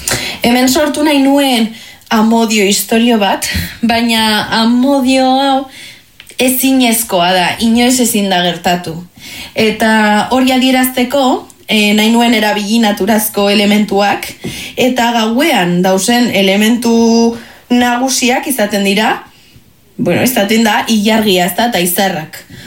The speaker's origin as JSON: {"language": "Basque", "town": "Bilbao", "region": "Basque Country", "country": "Spain"}